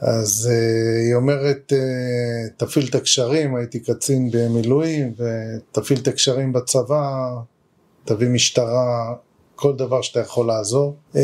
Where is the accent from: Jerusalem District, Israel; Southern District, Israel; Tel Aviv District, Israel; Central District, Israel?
Southern District, Israel; Nir Oz; שכמובן אני מכיר אותה מילדותי שגדלתי בניר עוז